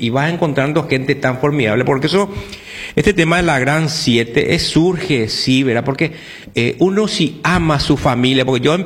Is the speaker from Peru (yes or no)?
no; Paraguay; me conoce como el …